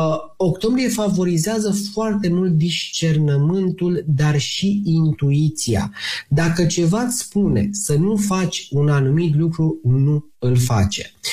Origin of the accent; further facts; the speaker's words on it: Romania; și la nivel de România, pentru că suntem români